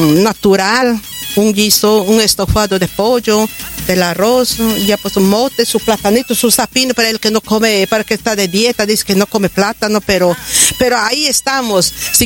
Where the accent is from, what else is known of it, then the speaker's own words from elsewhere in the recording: Cuñumbuque, San Martín, Peru; A nivel de mi pueblo, mi Cuñumbuque, dependemos de Lamas.